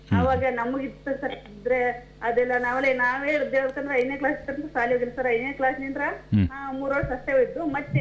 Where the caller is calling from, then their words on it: Kukanur, Karnataka, India; Kunur Koppa district sir.